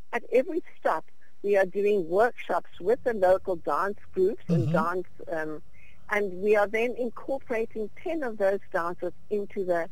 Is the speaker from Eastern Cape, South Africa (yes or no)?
no; Cape Town, Western Cape, South Africa; We're from Cape Town. We work in Cape Town primarily